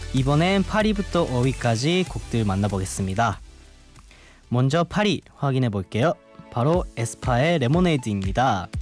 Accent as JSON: {"language": "Korean", "country": "Japan", "second_language": "Korean", "said": "저 일본에서 왔어요"}